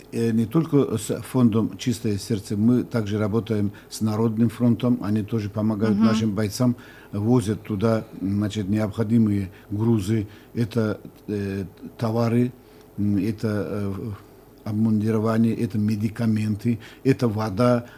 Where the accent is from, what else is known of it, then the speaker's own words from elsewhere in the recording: Dagestan, Russia; у нас в республике